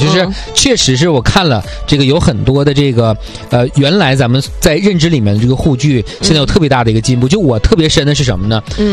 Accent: Northeast China, China; 因为这个东北孩子都知道啊，就是从小啊我们东北人对雪质啊就是有非常敏感的这个触感

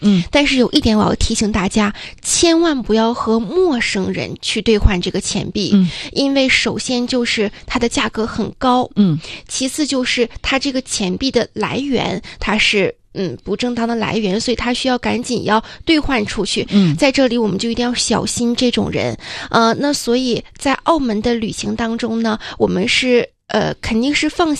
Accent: northern China, China; moved away as an adult; now in Macau; 其实作为一个土生土长的北方的孩子、

